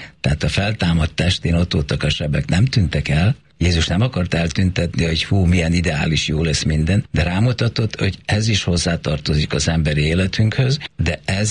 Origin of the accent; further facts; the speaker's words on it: Serbia; now in Belgrade, Serbia; én szerbiai magyar vagyok, vagy magyar, aki Szerbiában él, vagy előtte Jugoszláviában. Tehát az én magyarságom, az az én gazdagságom